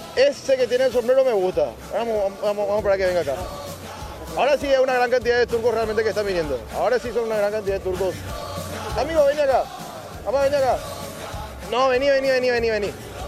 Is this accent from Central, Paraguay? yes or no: yes; Itá, Central, Paraguay; Yo soy de Ita.